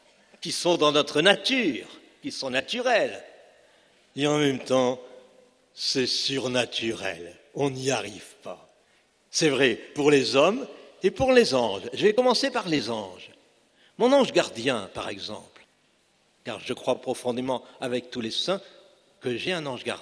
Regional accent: Cambrai, Hauts-de-France, France; Je viens de Cambrai, célèbre pour ses bêtises.

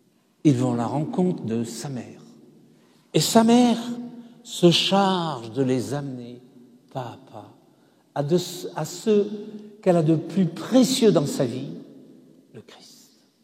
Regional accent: France; now in Campinas, Brazil; Je suis français, j'habite le Brésil depuis 40 ans, à Campinas, dans le sud du Brésil. Campinas est une ville de 2 millions d'habitants à 80 km de São Paulo.

